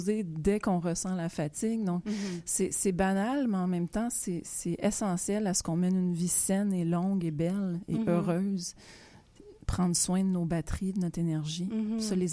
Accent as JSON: {"language": "French", "town": "Montreal", "region": "Quebec", "country": "Canada", "tie": "born there", "said": "je suis née à Montréal"}